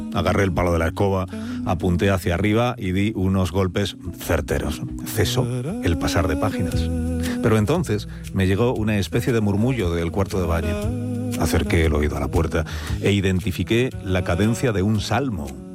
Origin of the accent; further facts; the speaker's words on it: Spain; porque en España hay un tertuliano por cada 100 habitantes. Somos líderes europeos, muy por delante de Italia en tertulianaje